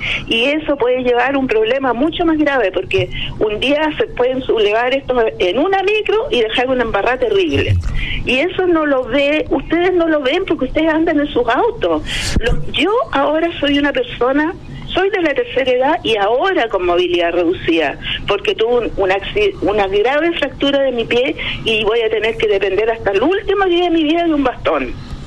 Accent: Santiago Metropolitan Region, Chile; Nacida y criada en Las Valles, al llegar a Rodrigo de Araya.

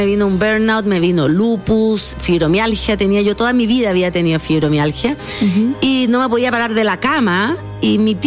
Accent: Chile; moved away as an adult; also born or lived in Netherlands; Yo soy croata y alemana, pero fui criada como en Rasuri, completamente chilena.

